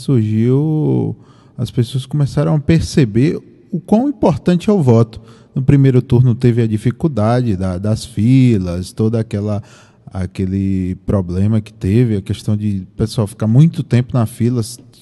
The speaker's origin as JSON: {"language": "Portuguese", "town": "Itatim", "region": "Bahia", "country": "Brazil", "tie": "born or raised there", "said": "Um pessoal que já é de Itatim, nascido e criado em Itatim. … Acho que muita gente conheceu aqui na rua 7 de Setembro. Inclusive, resido lá até hoje."}